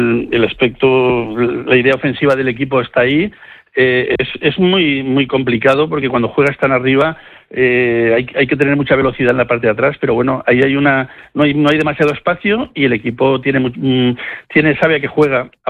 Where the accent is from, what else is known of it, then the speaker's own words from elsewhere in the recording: Castellón de la Plana, Valencian Community, Spain; la gente que somos de Castellón lo vivimos tal vez un pelín más